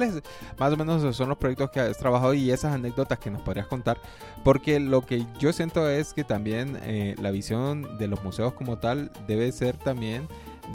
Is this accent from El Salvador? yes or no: no; Honduras; nosotros como hondureños